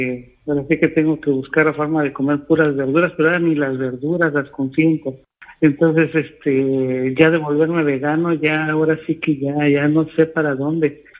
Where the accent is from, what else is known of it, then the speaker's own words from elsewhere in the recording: Cancún, Quintana Roo, Mexico; born there; En Quintana Roo, Cancún, Quintana Roo.